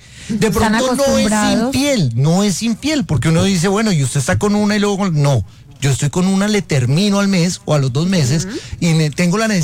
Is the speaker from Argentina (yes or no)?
no; Caribbean Region, Colombia; yo soy costeño.